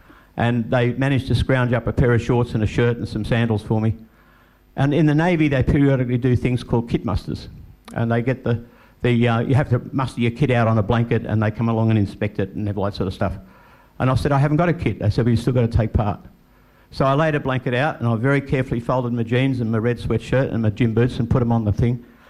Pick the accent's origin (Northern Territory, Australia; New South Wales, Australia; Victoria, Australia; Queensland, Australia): New South Wales, Australia; Sydney; moved away as an adult; now in Tasmania, Australia; I grew up in Sydney.